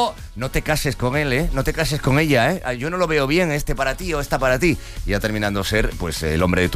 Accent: Spain; somos nosotros los españoles

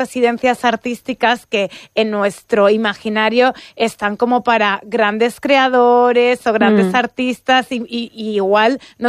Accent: Manzanares, Castilla-La Mancha, Spain

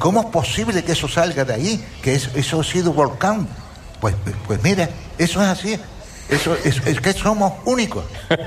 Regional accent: Canary Islands, Spain; born there; Pero, hombre, yo soy nacido en Gran Canaria. Pero cuando he venido aquí al sur hace 45 años, ya mi mujer me dijo, dice, de aquí yo no me muevo.

